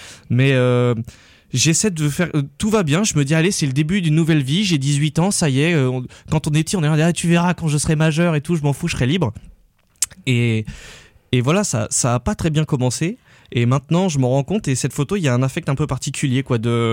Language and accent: French; Grenoble, Auvergne-Rhône-Alpes, France; born or raised there